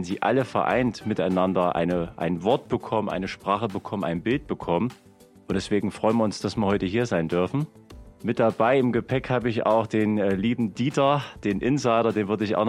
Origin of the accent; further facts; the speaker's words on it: Thuringia, Germany; die Waldbürgerinitiative gegründet hat in Thüringen, bei mir in meiner Heimat.